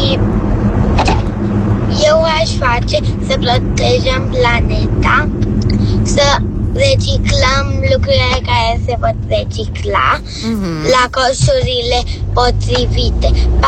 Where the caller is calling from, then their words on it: Bucharest, Romania; Mai am 6 ani, sunt din București